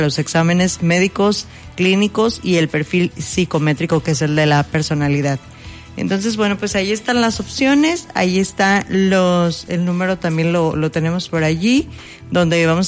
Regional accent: Mexico; los requisitos básicos que todos como mexicanas, mexicanos tenemos

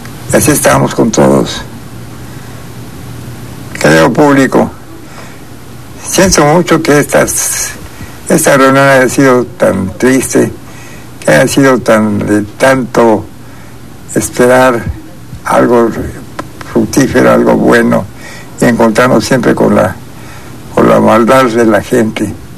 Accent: Quintana Roo, Mexico; Nosotros pertenecemos a Quintana Roo. Somos parte de Quintana Roo

